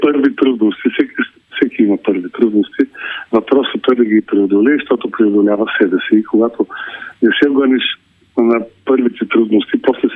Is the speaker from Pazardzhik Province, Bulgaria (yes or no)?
no; Tryavna, Gabrovo Province, Bulgaria; born there; also born or lived in Yambol; аз съм роден в Трявна, а в Ямбол започнах да вярвам себе си.